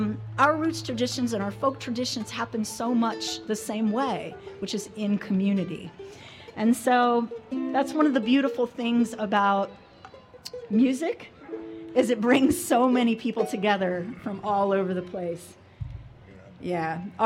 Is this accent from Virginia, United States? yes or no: yes; Luray, Virginia, United States; the mountains where I grew up in Luray, Virginia. I grew up in the Shenandoah Valley to a Mexican mother and an Appalachian father.